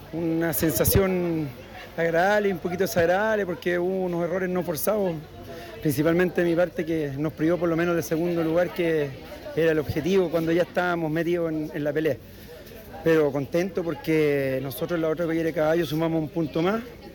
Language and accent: Spanish; Ñuble, Chile; yo soy ñublencino, sí, eso no lo puedo desconocer, nacido y criado acá en Ñuble.